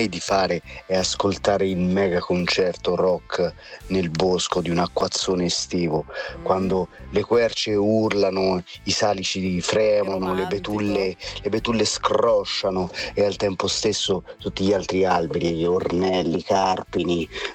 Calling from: Camerino, Marche, Italy; da Camerino

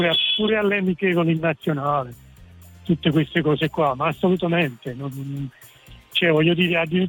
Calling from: Caserta, Campania, Italy; Io sono di Caserta

